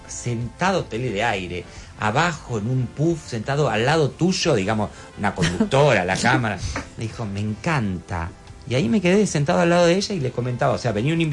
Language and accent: Spanish; Buenos Aires, Argentina; born there; ¿De dónde nací? Sí. Acá, en Capital. ¿En Caballito.